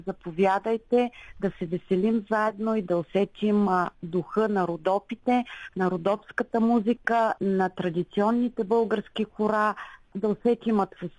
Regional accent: Rhodopes, Bulgaria; ние сме си родопчани

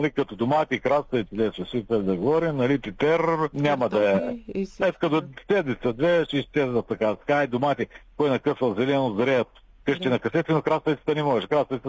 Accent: Northeast Bulgaria, Bulgaria; Аз поне съм от Северо-Источна България и там имам си хора

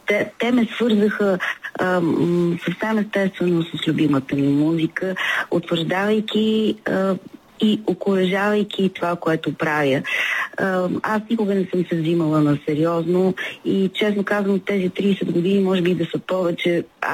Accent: Plovdiv, Plovdiv Province, Bulgaria; moved away as an adult; защото аз съм пловдивчанка и заминах да уча в Софийския университет в София

